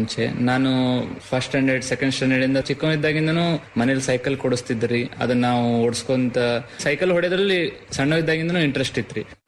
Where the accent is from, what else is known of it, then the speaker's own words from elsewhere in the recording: Shiggaon, Karnataka, India; Shiggaon, Haveri district Shiggaon.